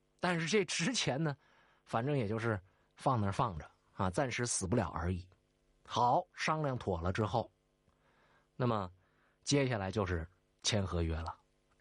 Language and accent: Chinese; Northeast China, China; 用我们东北一句土话来讲